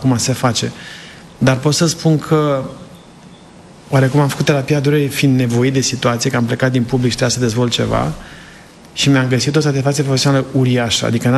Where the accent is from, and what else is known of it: Sibiu County, Romania; now in United States